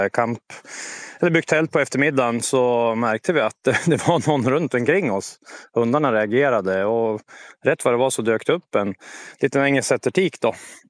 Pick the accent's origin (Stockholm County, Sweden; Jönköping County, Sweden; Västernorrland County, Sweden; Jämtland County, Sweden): Jämtland County, Sweden; Östersund; Jag är från Östersund